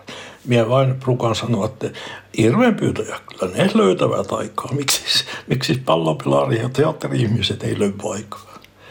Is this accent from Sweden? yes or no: yes; Torne Valley, Norrbotten County, Sweden; accent: Meänkieli; vaikka mä olen Tornionlaaksosta ja puhun meidän kieltä.